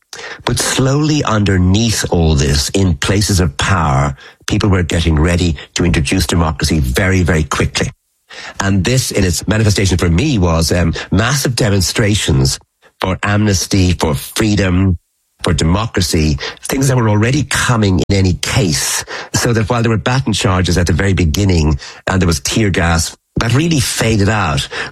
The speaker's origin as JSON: {"language": "English", "country": "Ireland", "said": "Because I'm Irish, so many of the things that were happening were to things that had happened in Ireland in the years leading up to independence."}